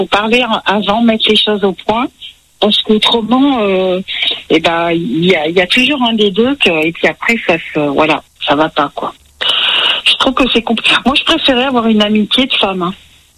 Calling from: Clermont-Ferrand, Auvergne-Rhône-Alpes, France; c'est une grande ville, oui, oui. J'habite à Clermont-Ferrand, en plus.

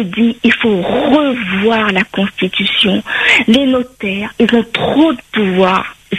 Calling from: France; moi je vis en France.

